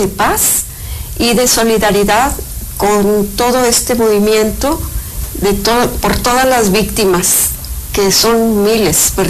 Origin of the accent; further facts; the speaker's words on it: Mexico; es nuestra solidaridad como mexicanos para manifestarles que estamos con ellos